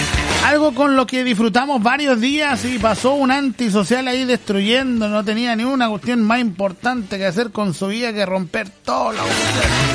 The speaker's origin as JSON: {"language": "Spanish", "country": "Chile", "said": "como buen chileno, ¿no?"}